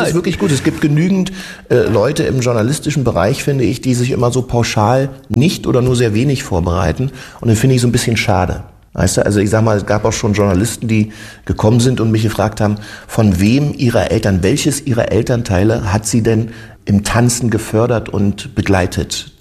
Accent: Germany; Da gab es ja jetzt noch nicht so bei uns in der DDR Videos und so, aber um mal zu verraten, wir haben schon Möglichkeiten gehabt

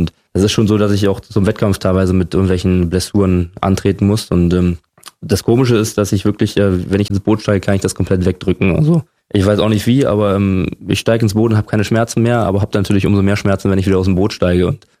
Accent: Berlin, Germany; now in Falkensee, Germany; Das ist wirklich meine Heimat geworden. Und dementsprechend, wie gesagt, bin ich auch wirklich jetzt Brandenburger und nicht mehr Berliner.

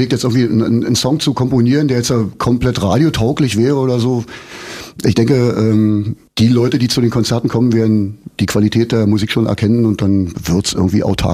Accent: Brandenburg, Germany; Aber schon ein Grund mehr zu sagen, wir kommen aus Brandenburg.

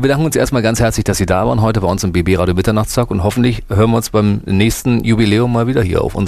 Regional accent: Berlin, Germany; Ich komme aus Berlin-Kauzdorf, du kommst aus

